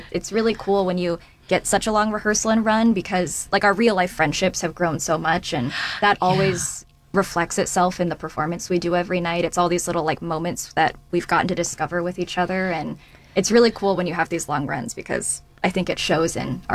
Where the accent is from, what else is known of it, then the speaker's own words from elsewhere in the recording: Seattle, Washington, United States; I grew up in Seattle